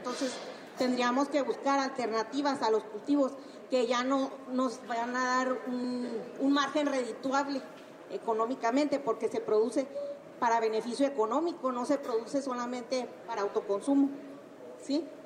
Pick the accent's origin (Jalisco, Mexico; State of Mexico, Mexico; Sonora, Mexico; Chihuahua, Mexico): Chihuahua, Mexico; Saucillo; yo también vengo de Saucillo, que está ubicado en la región Centro